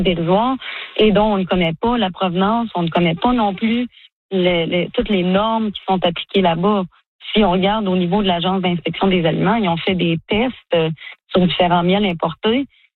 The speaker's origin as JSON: {"language": "French", "region": "Quebec", "country": "Canada", "said": "Je pense qu'il y a peut-être moyen en tant que Canadien de justement regarder entre les provinces pour faire des échanges de miel. Moi, au Québec, j'aime beaucoup mieux voir du miel canadien sur les tablettes avec le mien"}